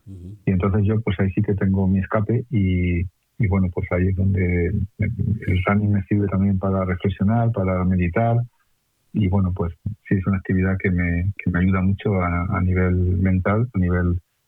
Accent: Almedina, Castilla-La Mancha, Spain; now in Madrid, Spain; Yo soy de, ya he dicho antes, de un pueblo muy pequeñito, de origen humilde. Mis padres eran mis abuelos agricultores. Y a mí me gusta, mi pueblo tiene ahora menos de 500 habitantes, además que pertenece desgraciadamente a la España vaciada

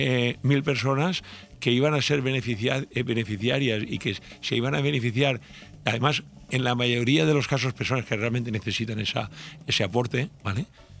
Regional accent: Altea, Valencian Community, Spain; yo nací en Altea, eso no tiene ningún mérito, es una cuestión aleatoria. Pero hay muchas personas que han decidido venir a vivir a Altea, o muchos de los que nacimos en Altea que decidimos quedarnos

